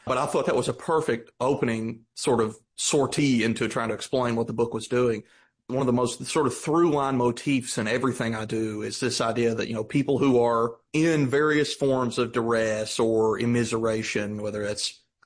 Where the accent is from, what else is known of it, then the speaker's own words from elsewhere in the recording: Kentucky, United States; It's obviously very rural. I'm from Kentucky, District 5. It's the congressional district. I think it is the poorest congressional district in the United States, metrically speaking.